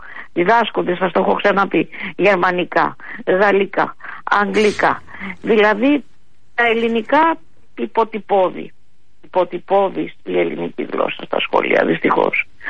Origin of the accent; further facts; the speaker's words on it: Greece; born there; now in Ilioupoli, Greece; μιλάω ελληνικότατα. Γιατί ζω στην Ελλάδα, γεννήθηκα στην Ελλάδα, έμαθα πάρα πολύ καλά τα ελληνικά.